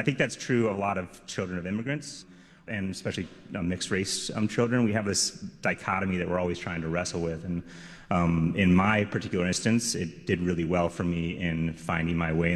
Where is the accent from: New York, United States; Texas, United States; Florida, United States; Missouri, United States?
Missouri, United States; St. Louis; I grew up in a restaurant, which helped a lot. I am from St. Louis, Missouri. I was born and raised